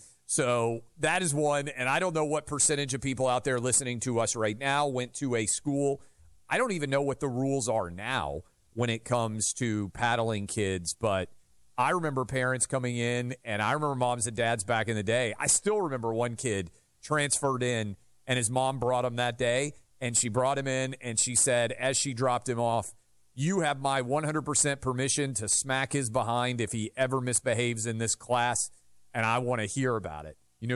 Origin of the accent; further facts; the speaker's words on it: New York City, New York, United States; This is where growing up in New York City